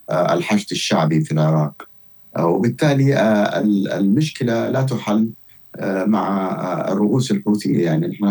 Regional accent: Jeddah, Makkah Province, Saudi Arabia; أنا من جدة وليس من الرياض

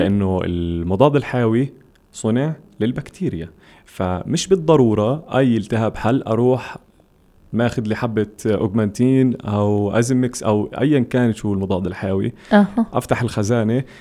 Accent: West Bank, Palestine; عندنا في الضفة الغربية

